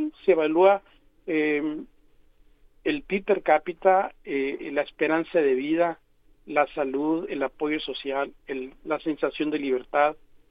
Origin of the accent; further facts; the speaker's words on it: Guaymas, Sonora, Mexico; Yo soy de Guaymas, viví muy poco en Guaymas, pero yo recuerdo de niño... el agua de la llave era agua desalinizada